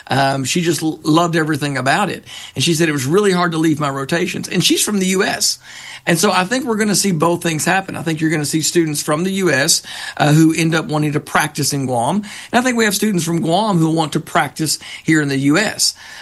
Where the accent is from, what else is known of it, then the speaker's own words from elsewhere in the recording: Arkansas, United States; as someone myself who grew up, was born and raised in Arkansas